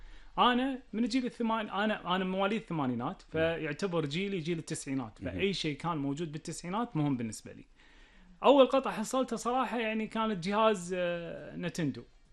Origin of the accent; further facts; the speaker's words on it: Kuwait; وإحنا يعني كشعب كويتي